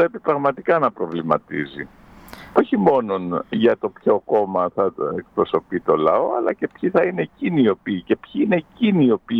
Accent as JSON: {"language": "Greek", "region": "South Aegean", "country": "Greece"}